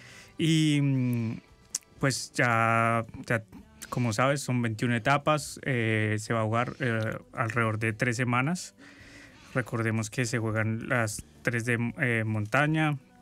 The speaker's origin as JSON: {"language": "Spanish", "country": "Colombia"}